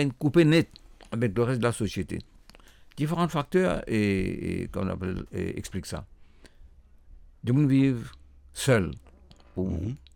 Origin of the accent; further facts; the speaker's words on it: Mauritius; chez nous, à Maurice